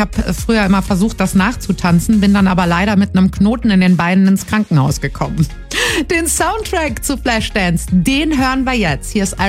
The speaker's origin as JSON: {"language": "German", "region": "Berlin", "country": "Germany", "said": "Ich komme aus West-Berlin"}